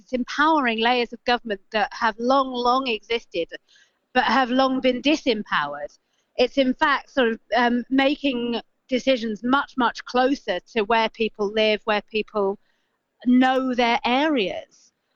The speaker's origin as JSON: {"language": "English", "region": "London", "country": "United Kingdom", "tie": "born or raised there", "said": "I'm a Londoner, born and bred"}